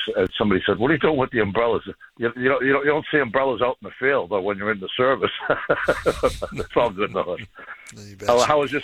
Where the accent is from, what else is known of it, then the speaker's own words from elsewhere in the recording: Boston, Massachusetts, United States; born there; The closest I got to Latin school was I was born in the Woman's Lying In on Longwood Avenue.